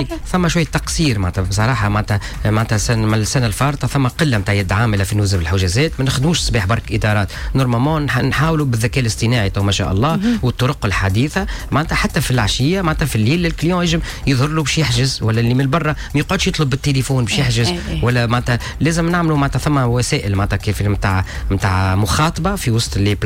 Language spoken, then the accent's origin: Arabic; Tunisia